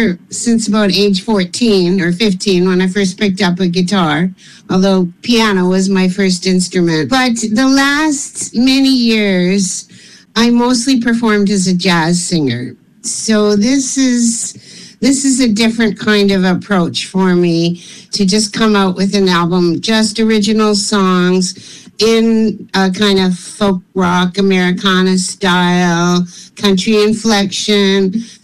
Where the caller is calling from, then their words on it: Victoria, British Columbia, Canada; I'm phoning from Victoria, BC, Canada.